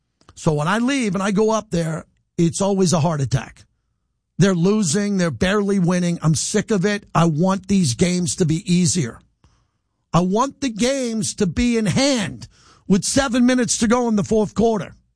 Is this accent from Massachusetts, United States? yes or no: no; New York, United States; also born or lived in San Francisco / Los Angeles; And I lived in San Francisco and L.A., and I'm from New York.